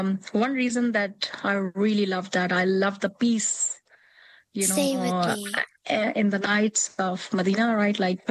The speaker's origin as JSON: {"language": "English", "town": "Lahore", "region": "Punjab", "country": "Pakistan", "moved": "as an adult", "lives_now": "New Zealand"}